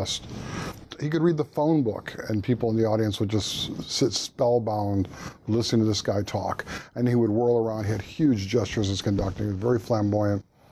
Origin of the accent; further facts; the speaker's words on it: Syracuse, New York, United States; moved away as an adult; also born or lived in Pittsburgh; When I grew up in Syracuse, I was one of the few people in the orchestra that actually grew up in Syracuse, New York. Never thought I'd end up back here, but it ended up happening, thankfully.